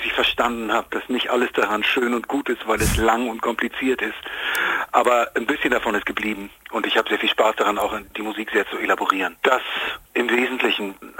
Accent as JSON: {"language": "German", "region": "Hamburg", "country": "Germany", "said": "Und ich meine, ich komme ja aus Hamburg, hier gibt es ja jede Menge Clubs genau in dieser Größenordnung"}